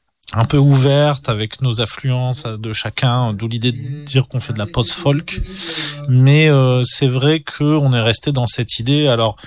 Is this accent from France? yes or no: yes; France; en tant que Français